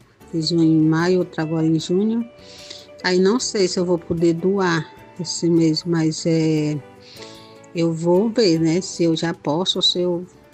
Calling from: Fortaleza, Ceará, Brazil; moro em Fortaleza, Ceará.

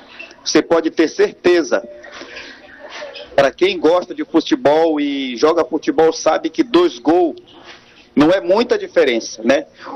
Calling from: Florianópolis, Santa Catarina, Brazil; aqui em Santa Catarina, Florianópolis.

